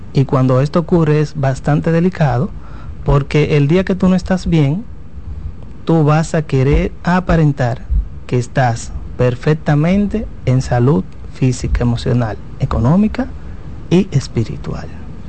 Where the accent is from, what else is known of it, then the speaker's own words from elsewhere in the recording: Dominican Republic; como dominicanos que somos muy afectivos